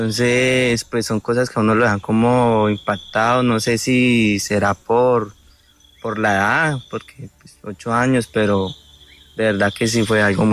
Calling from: Villavicencio, Meta, Colombia; desde la ciudad de Villavicencio.

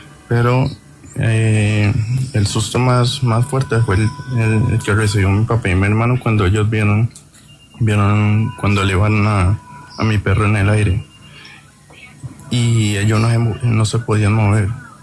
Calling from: Cali, Valle del Cauca, Colombia; Desde acá de Cali

